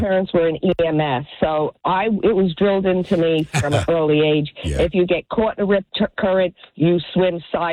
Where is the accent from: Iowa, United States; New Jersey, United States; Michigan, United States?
New Jersey, United States; I grew up in North Jersey, but spent my summers down on the Jersey Shore